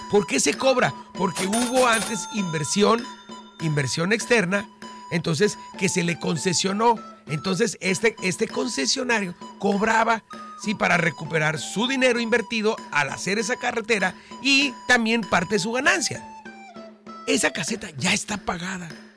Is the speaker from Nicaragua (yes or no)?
no; Baja California, Mexico; los cientos de bajacalifornianos, si no es que miles, que lo son, sí, que cruzamos diario y que pagamos